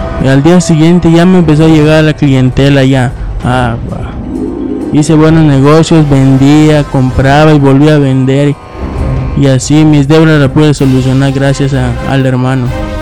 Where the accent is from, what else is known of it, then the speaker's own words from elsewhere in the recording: Peto, Yucatán, Mexico; vengo de Petu, Yucatán